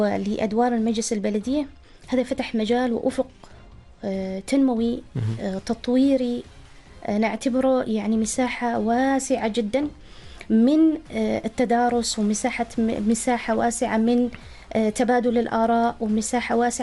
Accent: Oman; نحن كعمانيين

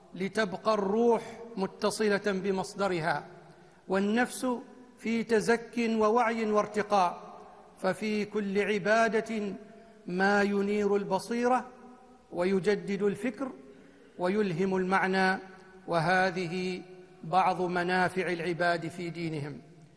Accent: Oman; بلدنا عمان

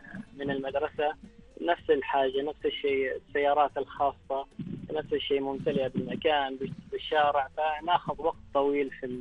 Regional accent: Oman; نحن كعمانيين

